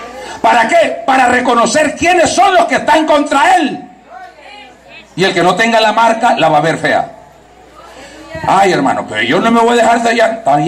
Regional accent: El Salvador; allá sale que … que soy de El Salvador.

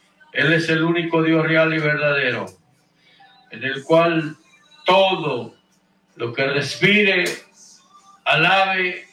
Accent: Guatemala; now in Houston, United States; desde aquí de Houston, Texas, hasta Guatemala, mi tierra natal. … nacido en Guatemala, viviendo aquí en Houston, Texas

